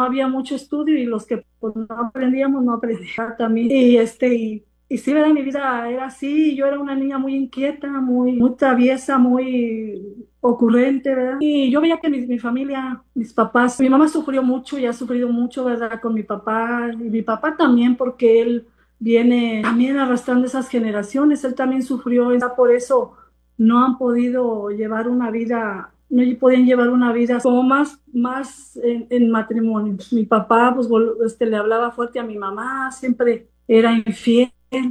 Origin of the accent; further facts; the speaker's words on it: San Luis Potosí, Mexico; moved away; yo soy de San Luis, ¿verdad? Como te dije, en ese ranchito que yo vivía